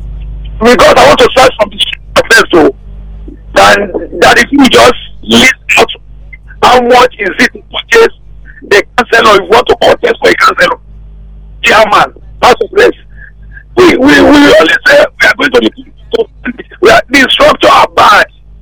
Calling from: Lagos, Nigeria

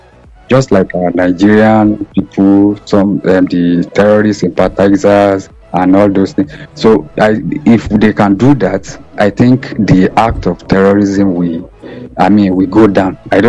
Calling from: South Africa

